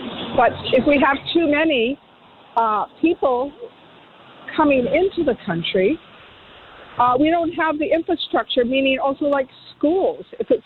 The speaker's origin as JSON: {"language": "English", "country": "Canada", "moved": "yes", "lives_now": "New Zealand", "said": "even though I'm Canadian, or was, you know, coming here, there is different cultural norms here."}